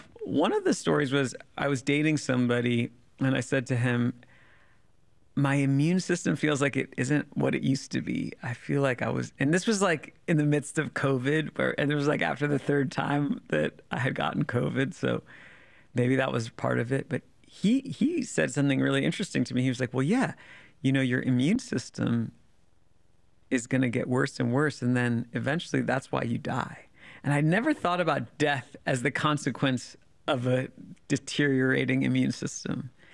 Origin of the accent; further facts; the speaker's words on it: Washington, District of Columbia, United States; because I was growing up in Washington, D.C., where you kind of can't tune that stuff out.